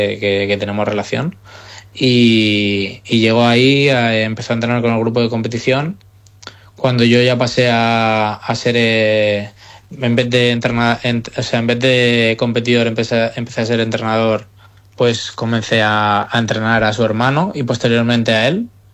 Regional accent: Alicante, Valencian Community, Spain; ahora mismo tengo 33 años, soy nacido en Alicante ya te digo, esta tierra es mi casa, ¿no?

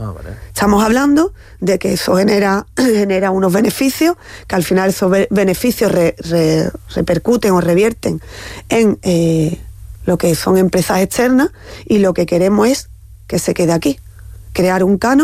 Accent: Chipiona, Andalusia, Spain; a la de mi tierra, Chipiona.

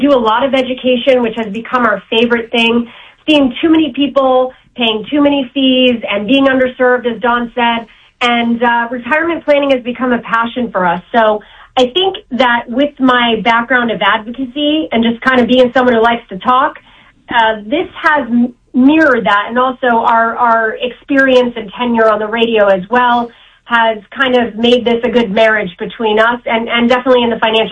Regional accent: Boston, Massachusetts, United States; You know, I am a Bostonian. I do not sound like it. I know that.

